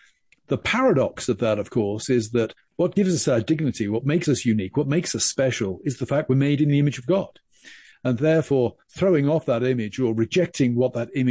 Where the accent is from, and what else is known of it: South West England, United Kingdom; born or raised there